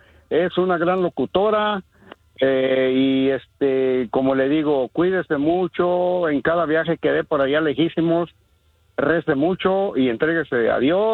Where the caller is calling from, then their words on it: California, United States; le hablo de aquí, de Carajay, California.